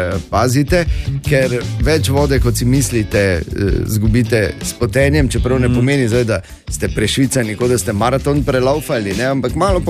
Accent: Maribor, Drava, Slovenia; skozi Dogoše, skozi moj rojstni kraj.

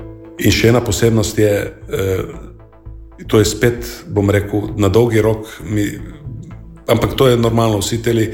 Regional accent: Kanal, Goriška, Slovenia; born or raised there

